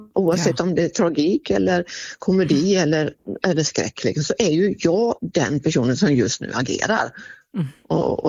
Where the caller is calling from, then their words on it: Sweden; Jag är ju svensk absolut i mitt själ och hjärta